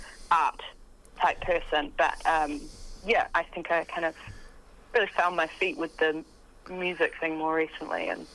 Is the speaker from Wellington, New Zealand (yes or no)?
no; Auckland, New Zealand; I'm from Auckland, New Zealand, born and bred.